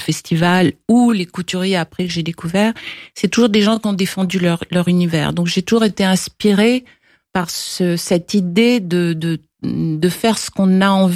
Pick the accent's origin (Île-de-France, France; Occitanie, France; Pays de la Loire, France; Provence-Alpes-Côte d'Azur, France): Provence-Alpes-Côte d'Azur, France; Cannes; born there; je suis née à Cannes, donc c'était le festival de Cannes